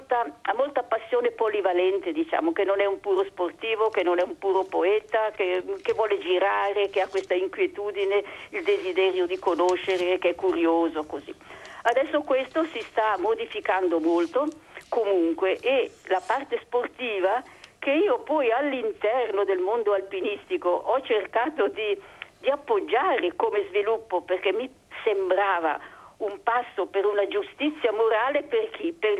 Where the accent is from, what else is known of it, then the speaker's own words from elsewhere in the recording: Ticino, Switzerland; moved away; sono cresciuta nel Canton Ticino, vicino a Lugano, io avevo in giro delle belle montagne